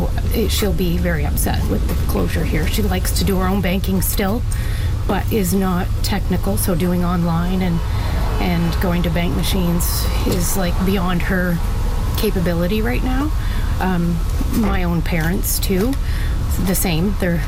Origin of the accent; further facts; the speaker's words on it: Salisbury, New Brunswick, Canada; I grew up here in Salisbury.